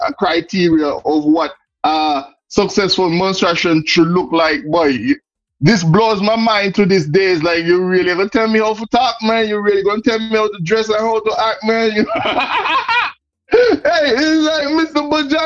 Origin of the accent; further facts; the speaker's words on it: Montserrat; because you have to realize I'm from Montserrat, boy, and people want to tell me how to talk, how I should walk, how I should carry myself to be successful.